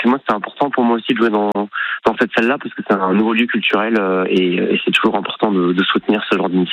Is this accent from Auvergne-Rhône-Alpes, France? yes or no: no; Nouvelle-Aquitaine, France; Tarnos, c'est vraiment juste à côté de là où j'ai grandi, donc je connais plein de gens dans ce coin-là.